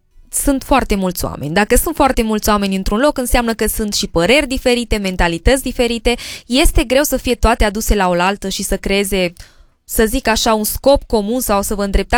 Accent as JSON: {"language": "Romanian", "country": "Romania", "said": "noi, ca și români, ca și popor, suntem cumva recunoscuți pentru faptul că suntem gospodari"}